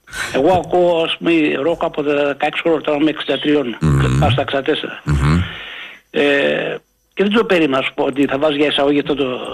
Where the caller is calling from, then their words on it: Athens, Attica, Greece; από Πατήσια.